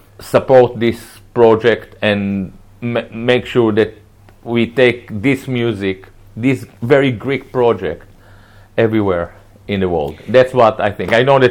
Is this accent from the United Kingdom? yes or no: no; Palestine; I'm, you know, I grew up in Palestine, you know